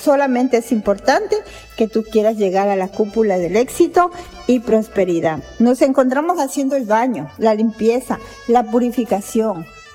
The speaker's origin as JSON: {"language": "Spanish", "country": "Ecuador"}